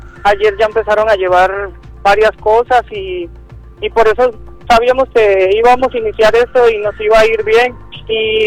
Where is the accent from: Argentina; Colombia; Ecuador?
Colombia; now in Mexico